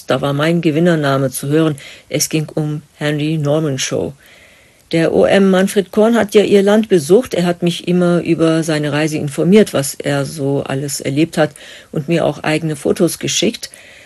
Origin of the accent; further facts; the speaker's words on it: Wuppertal, North Rhine-Westphalia, Germany; Wuppertal ist meine Heimatstadt in Deutschland. Schön. Darauf bin ich jetzt stolz.